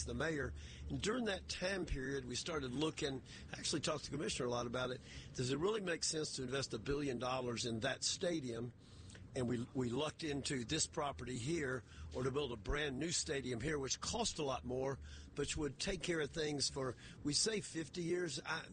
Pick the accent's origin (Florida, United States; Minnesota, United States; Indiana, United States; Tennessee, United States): Tennessee, United States; I will relay a story from my home state of Tennessee